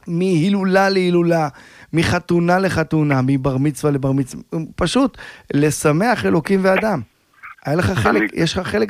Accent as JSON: {"language": "Hebrew", "town": "Jerusalem", "region": "Jerusalem District", "country": "Israel", "tie": "born or raised there", "said": "אתה יודע, גדלנו על ילדי הפלא, גדלנו בירושלים, ולא היה יוטיוב, ולא היה רדיו אפילו, לא היה רדיו חרדי בימים ההם."}